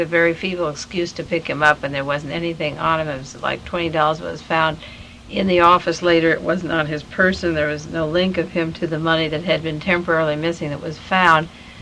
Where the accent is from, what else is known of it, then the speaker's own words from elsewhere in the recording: Beverly Hills, California, United States; I was raised in Beverly Hills, California